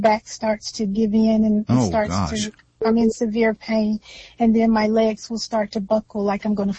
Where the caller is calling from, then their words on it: Georgia, United States; I'm calling, unfortunately, from Georgia.